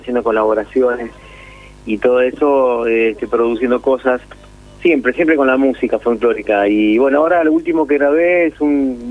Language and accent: Spanish; Coronda, Santa Fe, Argentina; moved away; me tiraron la idea para hacer una peña en Coronda, y que es mi pueblo, que hacía mucho que no toco.